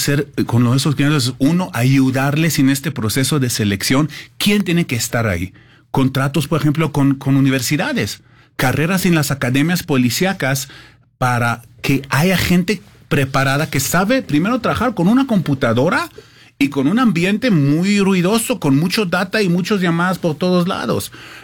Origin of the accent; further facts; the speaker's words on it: Israel; Spanish is a second language; now in Mexico; Tenemos otra oficina muy chiquita en Israel, de donde yo soy originario, por más temas de high-tech, que lamentablemente aún no llegó a este nivel en México